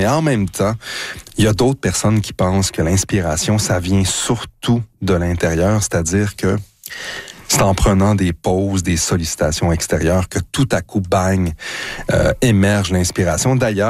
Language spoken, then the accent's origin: French; Drummondville, Quebec, Canada; born or raised there